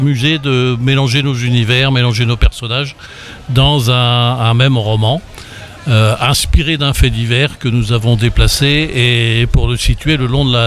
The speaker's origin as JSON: {"language": "French", "town": "Vannes", "region": "Brittany", "country": "France", "tie": "born or raised there", "moved": "yes", "said": "je suis vannetais. J'ai passé 20 ans à Vannes. J'ai grandi à Vannes."}